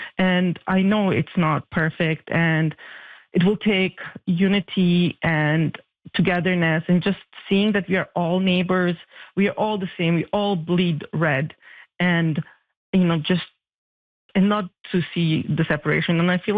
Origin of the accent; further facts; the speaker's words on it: Bosnia & Herzegovina; now in Vancouver, California, United States; I came to Canada as a refugee from the Bosnian War